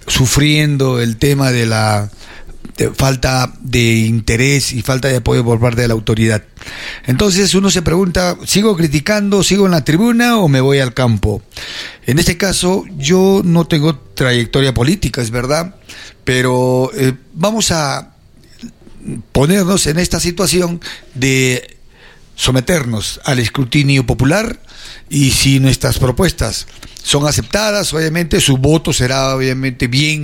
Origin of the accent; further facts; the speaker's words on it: Miraflores, Arequipa, Peru; born there; now in Paucarpata, Peru; yo he nacido en Miraflores, pero vivo en Paucarpata 20 años. 20 años ahí en la parte baja, en la urbanización Los Zafiros, ahí tengo mi vivienda, y vivo 20 años ahí